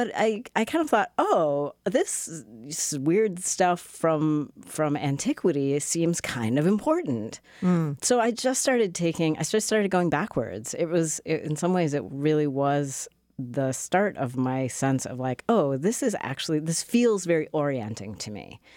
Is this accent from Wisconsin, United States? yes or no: yes; Wisconsin, United States; I grew up in Wisconsin